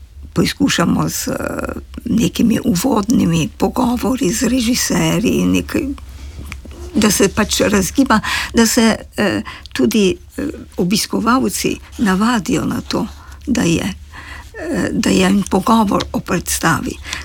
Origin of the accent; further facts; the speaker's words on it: Trieste, Friuli-Venezia Giulia, Italy; first language Slovenian; Da smo tržačani, čisto krvni, bastardni, če hočete, tržačani. Ker tržačan je mešanček.